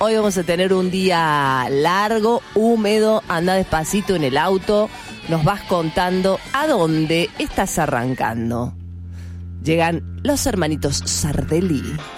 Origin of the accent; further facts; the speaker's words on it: Córdoba, Argentina; accent: cordobés; Te lo digo en cordobés